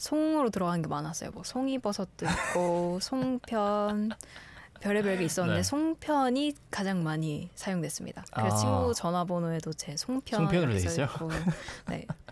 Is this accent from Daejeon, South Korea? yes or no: yes; Daejeon, South Korea; born there; 저는 대전에서 태어났습니다.